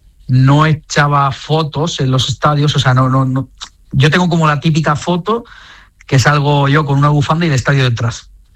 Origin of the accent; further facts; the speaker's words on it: El Ejido, Andalusia, Spain; yo he vivido siempre en el Ejido toda mi vida, desde los 4 años. Nací en Granada y desde los 4 años estoy viviendo en el Ejido.